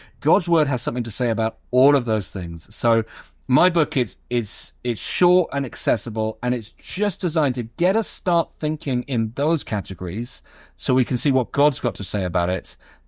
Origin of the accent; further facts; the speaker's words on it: United Kingdom; And then because I'm British, I finished by saying thank you to AI, and it said, no problem.